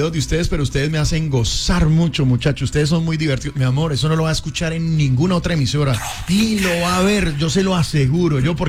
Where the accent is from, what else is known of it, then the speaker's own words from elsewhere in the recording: Villavicencio, Meta, Colombia; Aquí somos llaneros.